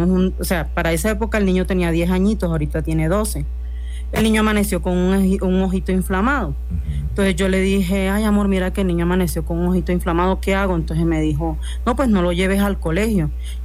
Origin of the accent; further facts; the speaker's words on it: Caribbean Region, Colombia; Yo no sabía, porque yo soy costeña, yo no, ni idea.